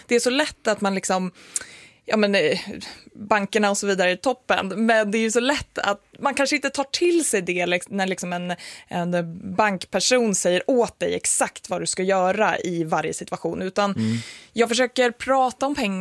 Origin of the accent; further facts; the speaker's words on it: Gävle, Gävleborg County, Sweden; also born or lived in Hedesunda / Bomhus / Furvik; Men jag är uppvuxen från början i Hedesunda. Och när jag och min bror var 10 ungefär, då flyttade vi in till, inte stan så att säga, eller till Bomhus då.